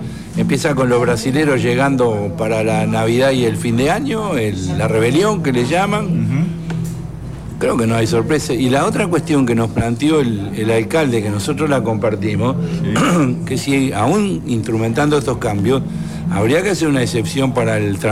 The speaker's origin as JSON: {"language": "Spanish", "country": "Uruguay"}